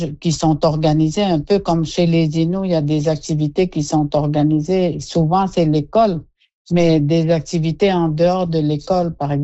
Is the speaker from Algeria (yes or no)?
no; Canada; first language Innu; French is a second language; toute la maison parlait Innu. C'est un peu comme ça. J'ai appris le français quand j'ai commencé l'école. À 6 ans, je crois, j'apprenais à écrire et à comprendre le français.